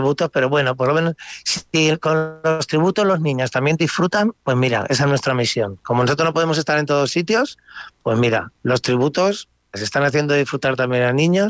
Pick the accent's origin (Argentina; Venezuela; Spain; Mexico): Spain; Villarrobledo, Castilla-La Mancha; yo soy de Villarrobledo, o sea que soy castellano manchego